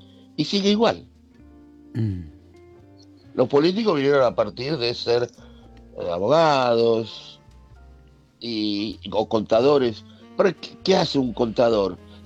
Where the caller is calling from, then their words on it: Villa Ballester, Buenos Aires Province, Argentina; Hola Jorge … de Villa Ballester.